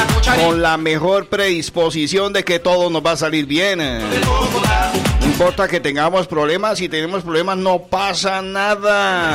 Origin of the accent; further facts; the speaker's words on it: Santander, Colombia